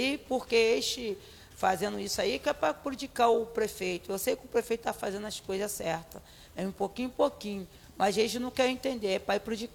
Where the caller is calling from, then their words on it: Cabo Frio, Rio de Janeiro, Brazil; a minha terra é aqui